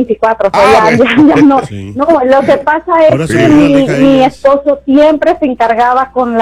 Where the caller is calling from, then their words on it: Tarimoro, Guanajuato, Mexico; Soy de un pueblito que se llama El Acebuche, Tarimoro